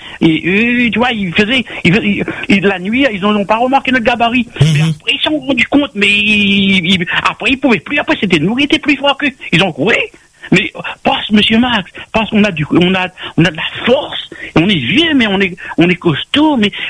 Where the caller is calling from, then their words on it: Réunion; je suis réunionnais